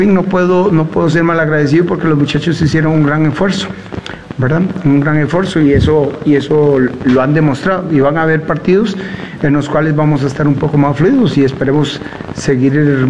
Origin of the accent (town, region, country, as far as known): Costa Rica